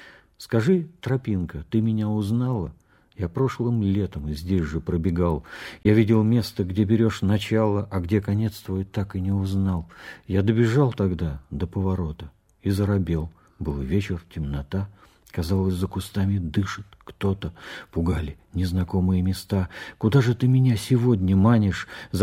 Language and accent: Russian; Saint Petersburg, Russia; born there; also born or lived in Krasnoye Selo; Я родился в Питере. Потом появился в Петербурге только когда пошел в школу. А отец был военный